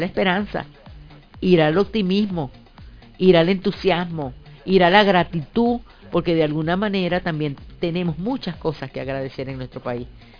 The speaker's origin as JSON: {"language": "Spanish", "country": "Venezuela", "said": "soy venezolana y estoy aquí"}